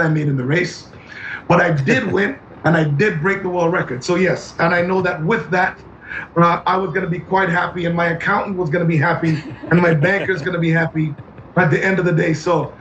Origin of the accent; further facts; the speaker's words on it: Canada; Yes, I live in Canada, I'm Canadian.